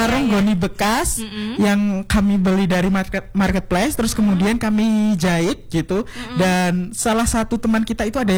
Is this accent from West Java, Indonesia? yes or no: no; Ngawi, East Java, Indonesia; moved away as an adult; now in Malang, Indonesia; saya sedikit berbeda di Malang dengan saya kan asalnya dari Ngawi